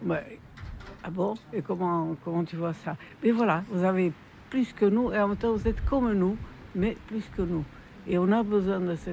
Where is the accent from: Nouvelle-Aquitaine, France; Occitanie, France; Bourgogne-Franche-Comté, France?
Nouvelle-Aquitaine, France; parce que moi j'arrive, je suis du Pays Basque, d'accord, et je reviens 50 ans après